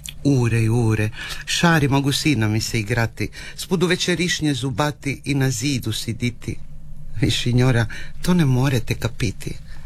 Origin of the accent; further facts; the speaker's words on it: Brajkovići, Istria County, Croatia; born there; kako ja sam rođen u Brajkovići i Stavan u Brajkovići i taci i mati su mi puštili tu rodnu hižu i valje 400 lida smo tote.